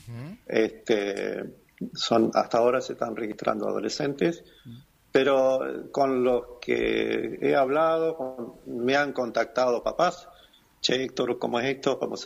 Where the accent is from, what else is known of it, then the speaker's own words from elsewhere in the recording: Santa Elena, Entre Ríos, Argentina; nosotros que somos de Santa Elena, sabemos muy bien que de Santa Elena hay mucha gente que trabaja en Paraná, que estudian en Paraná